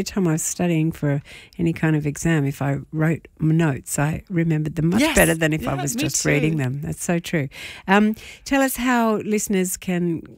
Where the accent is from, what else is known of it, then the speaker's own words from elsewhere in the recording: North Shore, Auckland, New Zealand; I'm a North Shore all the way through.